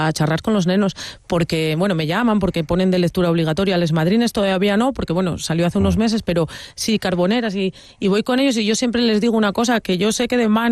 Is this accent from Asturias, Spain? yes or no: yes; Asturias, Spain; tú piensas que yo soy de un pueblo en el que lo más normal del mi pueblo, del mi barrio, y es que tengas un güelu de fuera, que sea andaluz, extremeño, gallego, portugués, porque nosotros, a mí siempre me gusta decir que los cuencas mineres somos crisol de razas